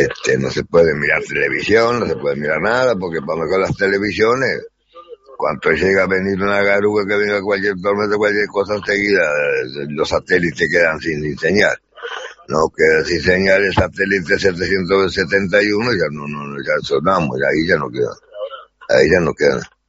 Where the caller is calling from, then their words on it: Lavalleja, Uruguay; estuve escuchando ahora acá, en Valle Ordóñez, departamento de La Valleja